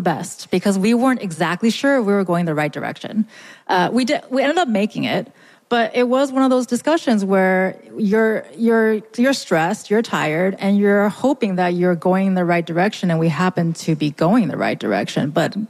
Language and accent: English; California, United States; moved away as an adult; also born or lived in New Jersey; I'm originally from California. And when my husband and I moved to the East Coast, we were in New Jersey first.